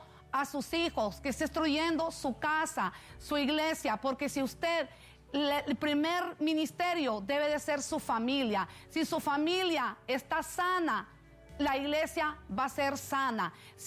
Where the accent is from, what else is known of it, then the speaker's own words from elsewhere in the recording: Maraita, Francisco Morazán, Honduras; moved away; Así que un saludo también para mi pueblo Maraita, donde me está escuchando mi madre y mis hermanos, mi papá.